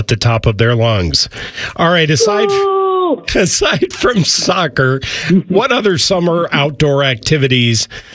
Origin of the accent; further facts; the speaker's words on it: Shaker Heights, Ohio, United States; I grew up in Shaker Heights, and the hose was a huge part of our summer as well.